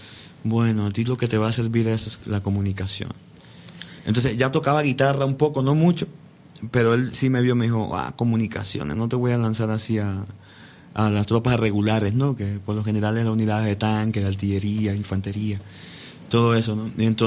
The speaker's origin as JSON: {"language": "Spanish", "country": "Cuba"}